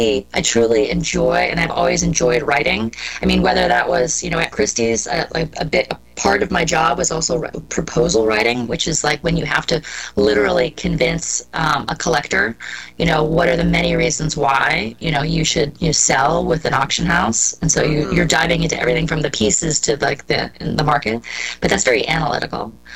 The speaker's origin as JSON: {"language": "English", "town": "Washington", "region": "District of Columbia", "country": "United States", "tie": "born or raised there", "said": "I grew up in Washington, D.C."}